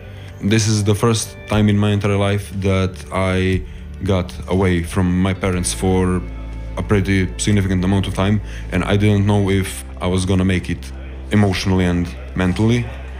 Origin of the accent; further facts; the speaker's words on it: Bor, Southern and Eastern Serbia, Serbia; English is a second language; moved away as an adult; now in Slovenia; I am 19 years old. I come from Serbia, a small city in Eastern Serbia called Bor.